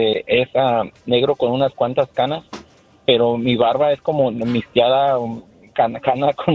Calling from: Cuisillos, Jalisco, Mexico; soy Jalisco, lo has oído mucho, Cuisillos.

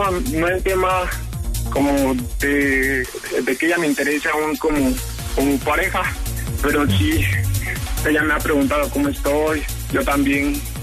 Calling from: Mexico City, Mexico; en Ciudad de México.

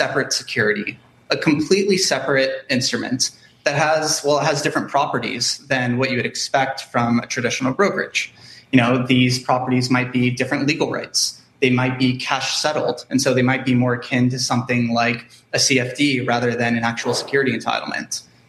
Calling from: Tokyo, Japan; Maybe I should say good evening, given I'm calling in from Tokyo.

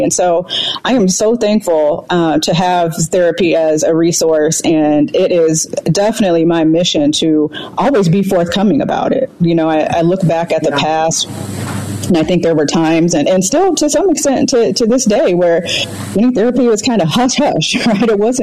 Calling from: Baltimore, Maryland, United States; I am calling in from Baltimore, Maryland.

